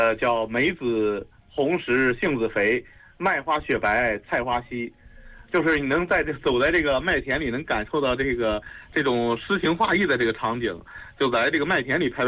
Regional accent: Chengde, Hebei, China; 我本身是承德人，然后那个我爱人是保定人

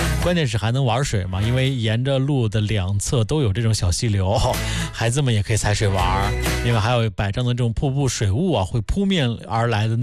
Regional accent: Wu'an, Hebei, China; 我的老家邯郸武安的金阳湖景区啊

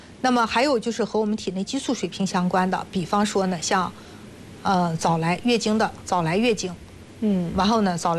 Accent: China

